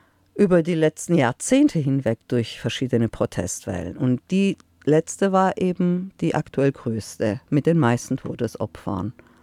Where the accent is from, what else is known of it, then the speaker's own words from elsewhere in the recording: Iran; Also ich fand einfach mir persönlich als Iranerin hat die Anteilnahme sehr gefehlt.